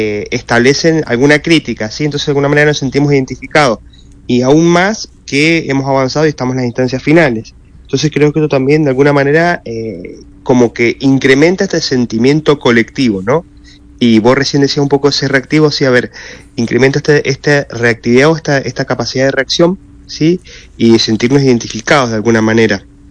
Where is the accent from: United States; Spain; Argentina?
Argentina; como argentinos, que somos la mayoría futboleros